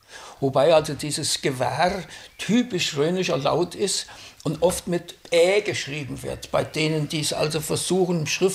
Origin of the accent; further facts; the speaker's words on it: Rhön, Germany; accent: Rhöner Platt; first language Rhön dialect (Rhöner Platt); German is a second language; ich habe ja erst in der Schule überhaupt Hochdeutsch gelernt. Bis zu meinem 6. Lebensjahr war Rhöner Platt meine Muttersprache. Ich konnte noch kein Wort Hochdeutsch in dieser Zeit. Und erst als ich dann in die Schule kam, habe ich Hochdeutsch gelernt.